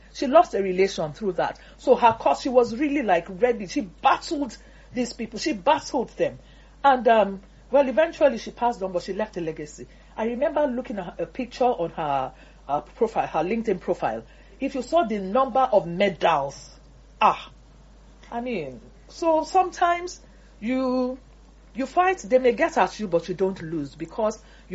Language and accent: English; Nigeria